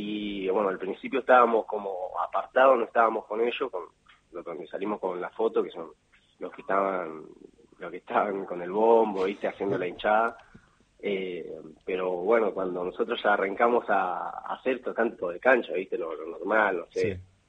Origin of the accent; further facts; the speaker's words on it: Carmen de Patagones, Buenos Aires Province, Argentina; Yo soy de Carmen de Patagones.